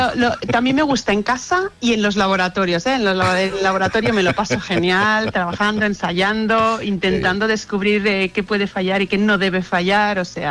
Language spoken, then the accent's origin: Spanish; Barcelona, Catalonia, Spain; Yo soy de Barcelona, entonces la Sagrada Familia para mí es algo muy especial.